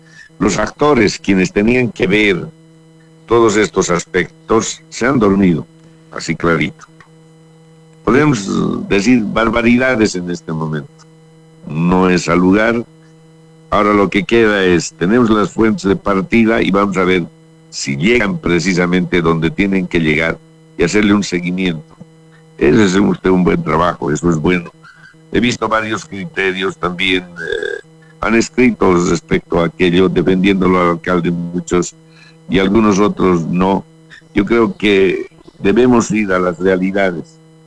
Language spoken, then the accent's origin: Spanish; Tarabuco, Chuquisaca, Bolivia; born there; now in Montero, Bolivia; Yo soy nacido en Tarabuco.